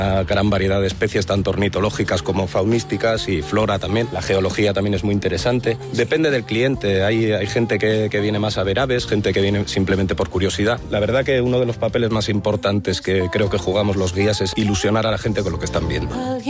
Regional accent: Navarre, Spain; moved away as an adult; now in Extremadura, Spain; No, yo soy navarro, pero bueno, mi pareja es de aquí de Extremadura

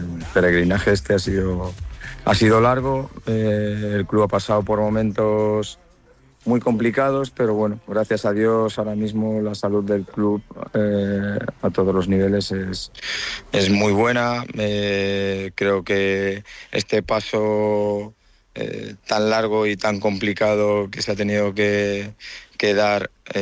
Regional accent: Santander, Cantabria, Spain; la gente que somos de aquí, de Santander, que hemos mamado esto desde la base

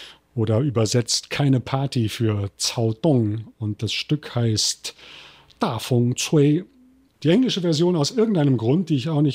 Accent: Taiwan; accent: Taiwanese; German is a second language; Ich kann es noch. Ich glaube, ich habe auch noch keinen taiwanischen Akzent, wenn ich Deutsch spreche. Aber in der Tat, es ist für mich die Sprache, in der ich meine Bücher schreibe

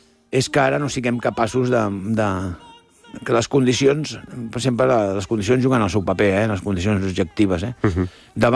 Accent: Barcelona, Catalonia, Spain; born there; Jo que sóc nascut a Hostafrancs

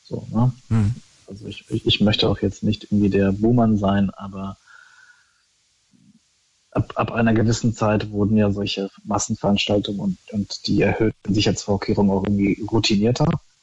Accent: Berlin, Germany; Ich bin in Schöneberg aufgewachsen und in der Nähe des Neuendorfplatzes

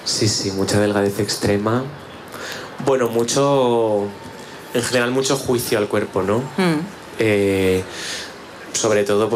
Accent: Spain; yo también soy maricón de España

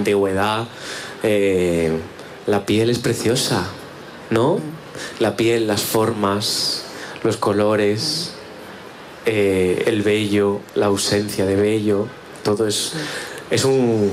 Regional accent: Spain; los maricones de España, que yo los quiero mucho porque yo también soy maricón de España

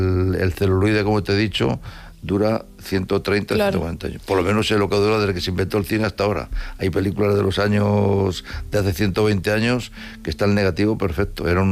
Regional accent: Madrid, Community of Madrid, Spain; Quizás, bueno, la verdad que yo soy de Madrid, pero bueno, te den por seguro que la copla ha sido uno de los elementos musicales más importantes que ha habido en este país durante muchos años.

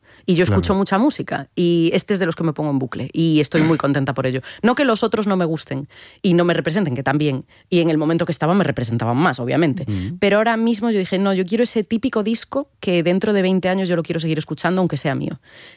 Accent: Galicia, Spain; yo soy muy gallega en ese sentido y no lo he negado nunca y me encanta Galicia y por eso nunca nos hemos ido de allí

